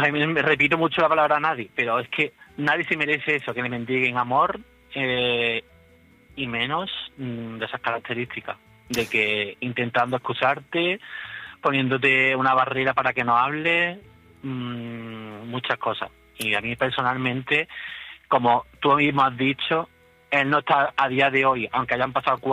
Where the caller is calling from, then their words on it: Cabra, Andalusia, Spain; Desde Cabra, Córdoba.